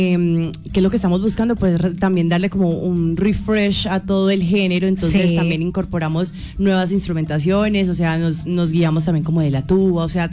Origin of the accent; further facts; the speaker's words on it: Cali, Valle del Cauca, Colombia; also born or lived in Medellín, Colombia; now in Bogotá, Colombia; Yo soy de Medellín, criada en Cali y radicada en Bogotá.